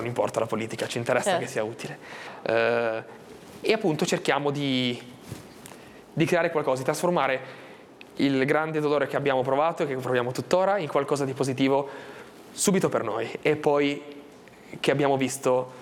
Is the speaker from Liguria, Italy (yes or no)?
yes; Albenga, Liguria, Italy; Prima il nostro comune di Albenga, noi siamo di Albenga … subito dopo la regione Liguria ci hanno dato una mano.